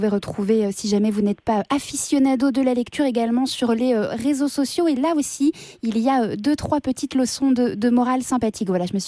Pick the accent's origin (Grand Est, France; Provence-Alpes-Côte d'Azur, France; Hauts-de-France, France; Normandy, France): Grand Est, France; born there; je suis née en Ardennes, mais je valide le couscous